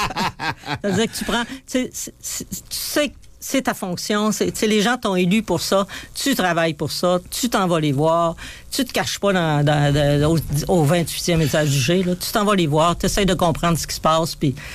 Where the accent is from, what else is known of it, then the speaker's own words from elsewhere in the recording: Quebec, Canada; Nous, on est des Québécois souverainistes.